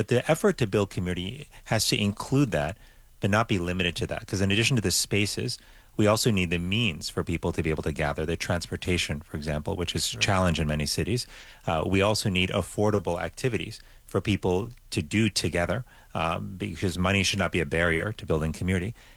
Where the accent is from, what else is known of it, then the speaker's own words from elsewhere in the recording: Miami, Florida, United States; moved away; I loved growing up in Miami. I did all my schooling in public schools in Miami.